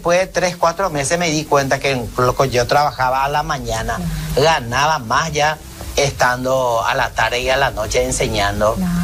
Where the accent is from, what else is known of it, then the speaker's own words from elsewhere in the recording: Eugenio A. Garay, Guairá, Paraguay; moved away; yo vine de la campaña de Eugenio Agaray, de a 40 kilómetros de Villarrica, frente mismo al Cerro de Uiturusú, ahí por donde se sube al Cerro Tres Candú. Ahí yo nací y de una familia de agricultor